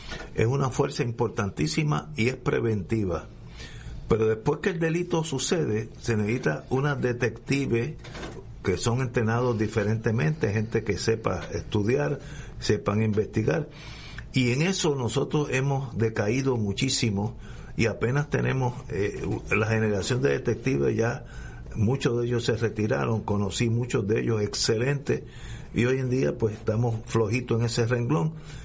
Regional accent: Puerto Rico; Como yo conozco mi pueblo de Puerto Rico

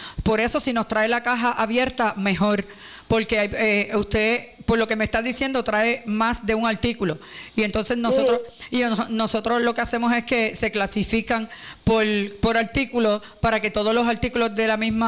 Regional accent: Puerto Rico; así somos los puertorriqueños, damos de lo que tenemos.

